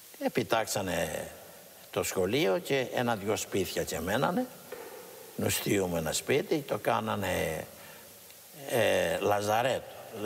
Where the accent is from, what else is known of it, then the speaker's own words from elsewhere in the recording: Angeliana, Greece; Μας τα Αγγελιανά είναι η πατρίδα μου. Είναι εδώ γεννήθηκα, εδώ μεγάλωσα, έχω όλα, ας πούμε, όλοι τις αναμνήσεις τις έχω στα Αγγελιανά και είναι, είναι το σπίτι μου